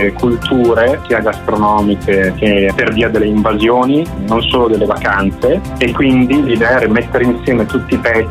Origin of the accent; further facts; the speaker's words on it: Valeggio sul Mincio, Veneto, Italy; finita la scuola nel mio paesino, che è Valeggio sul Mincio